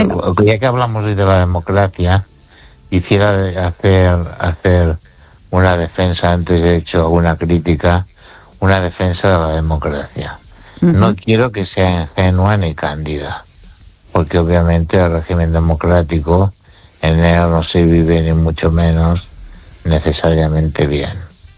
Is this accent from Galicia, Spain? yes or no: yes; Ourense, Galicia, Spain